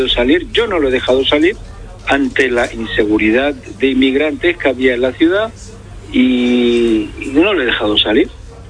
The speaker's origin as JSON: {"language": "Spanish", "region": "Ceuta", "country": "Spain", "said": "Nosotros los que somos de Ceuta y vemos el día a día"}